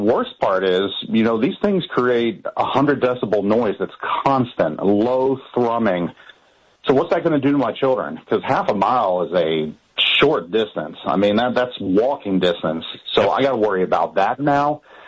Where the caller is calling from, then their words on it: Stafford, Virginia, United States; I'm up in Stafford. We're moving to Fredericksburg